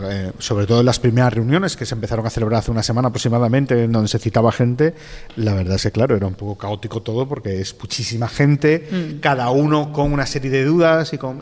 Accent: Cantabria, Spain; Yo soy de Cantabria, no, porque son muy pesados.

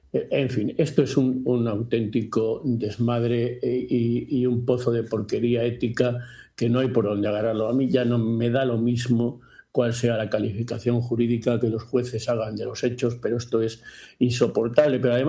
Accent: Zaragoza, Aragon, Spain; Luis Roldán, que había sido concejal de mi pueblo, por cierto, de Zaragoza

